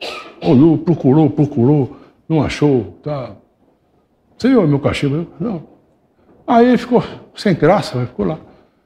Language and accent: Portuguese; São Joaquim da Barra, São Paulo, Brazil; o trem chegou em São Joaquim da Barra, que é a minha terra. O trem parou lá, que era Mogiana, vinha de Uberlândia. Parou o trem lá e a minha terra era a terra da banana, considerava a terra da banana.